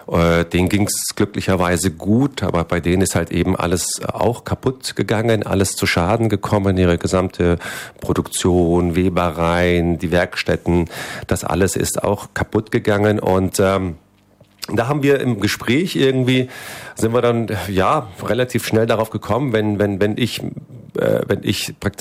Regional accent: Turkey; Da gab es eben dieses Erdbeben in der Türkei, im Süden der Türkei. An meiner Heimat, Geburtsort ist das alles passiert.

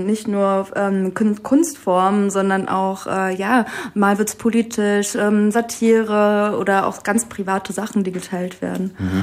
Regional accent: Frankfurt, Hesse, Germany; Bin ja Frankfurter Mädel mit marokkanischen Wurzeln

